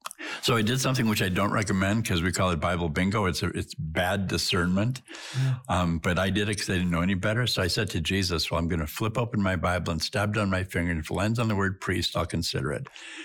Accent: Duluth, Minnesota, United States; born or raised there

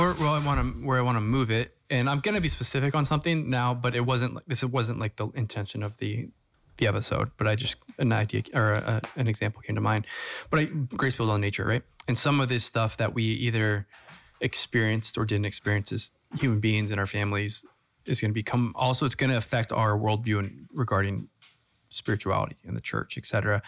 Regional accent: United States; I, as an American Catholic

